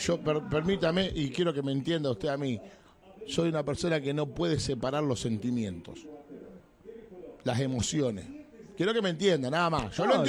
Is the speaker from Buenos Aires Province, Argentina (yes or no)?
no; Venado Tuerto, Santa Fe, Argentina; Bueno, él es de Marcos Paz, yo soy de Venado Tuerto, Santa Fe.